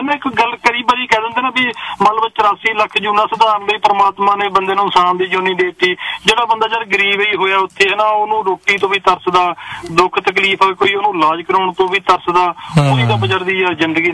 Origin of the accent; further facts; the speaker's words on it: Faridkot, Punjab, India; moved away; ਪਰ ਜਿੱਦਾਂ ਹੁਣ ਮੈਂ ਫਰੀਦਕੋਟ ਤੋਂ ਹਾਂ, ਸਾਡੇ ਹੁਣ ਮੇਲਾ ਚੱਲ ਰਿਹਾ ਤਿੰਨ ਦਿਨ